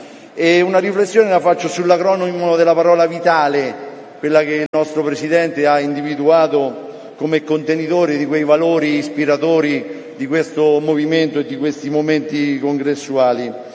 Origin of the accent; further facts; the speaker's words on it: Terni, Umbria, Italy; Vi porto i saluti anch'io dell'Umbria, dell'Umbria del Sud, di Terni, la mia città, la città dell'acciaio, la città fra le acque, l'Interamna, la città nella quale vivo da quando sono nato, nella quale la mia famiglia vive dal 1640